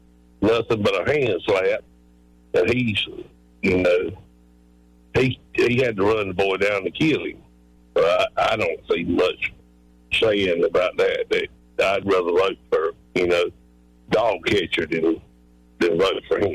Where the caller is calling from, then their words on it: Maynard, South Carolina, United States; I'm from Maynard